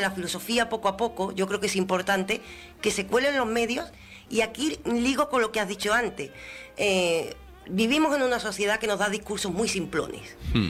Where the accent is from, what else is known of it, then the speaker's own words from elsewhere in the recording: Andalusia, Spain; querernos un poco más a nosotros mismos como andaluces.